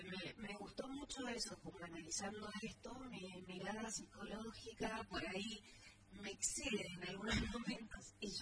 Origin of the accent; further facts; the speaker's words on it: Argentina; queremos que este tipo de personas nos representen como argentinos.